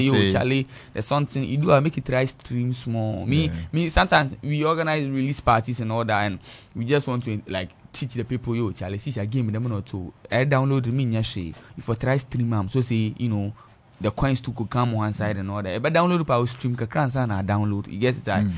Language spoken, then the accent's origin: English; Sekondi-Takoradi, Western Region, Ghana; I'm from Sekendi, and the thing is, me Sekendi, I didn't rep every hood. I mean, you know, hood, I'm from Sekendi. Asemen Sudo, Sankwana, 5-1, Anafo, like everywhere, I mean, you know, I swear. I wasn't born there, though